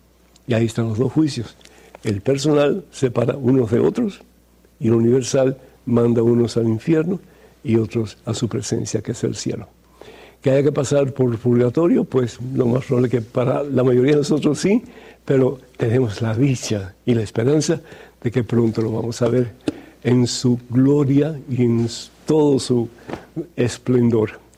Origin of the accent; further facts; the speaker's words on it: Cuba; Yo soy de Cuba originalmente.